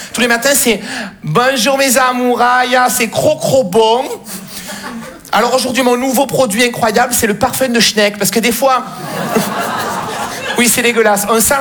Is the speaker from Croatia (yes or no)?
no; Marseille, Provence-Alpes-Côte d'Azur, France